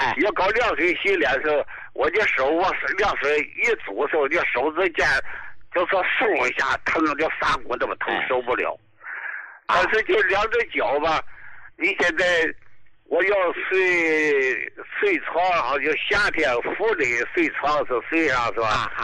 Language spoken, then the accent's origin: Chinese; Dalian, Liaoning, China; 我是大连的哈，就在医大二院的